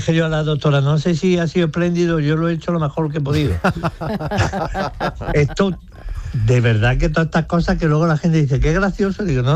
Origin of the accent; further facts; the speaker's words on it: Jaén, Andalusia, Spain; yo disfruto mucho en mi tierra, en Jaén, por ejemplo, en la Sierra Cazorla, ahí se está en la gloria.